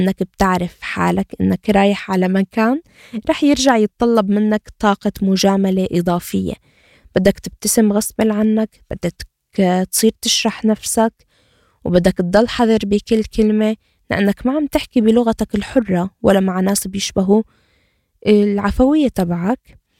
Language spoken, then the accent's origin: Arabic; Syria; moved away; حابة أنشاف … مو كعربية ولا كسورية ولا كمسلمة ولا كمحجبة